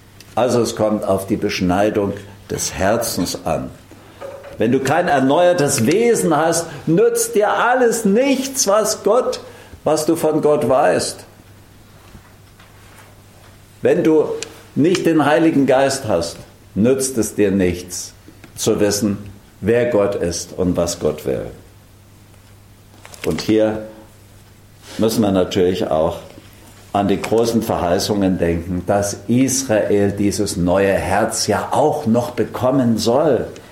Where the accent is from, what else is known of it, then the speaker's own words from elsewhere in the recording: Germany; wir als Deutsche